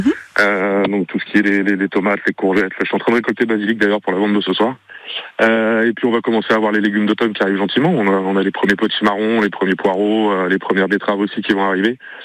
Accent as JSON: {"language": "French", "region": "Auvergne-Rhône-Alpes", "country": "France", "moved": "yes", "said": "originairement, je suis du Cantal, on avait tout ce qu'il fallait, les terres et tout ça"}